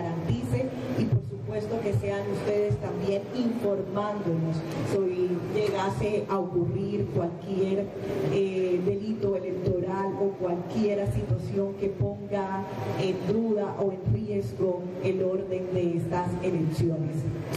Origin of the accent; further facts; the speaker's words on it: Colombia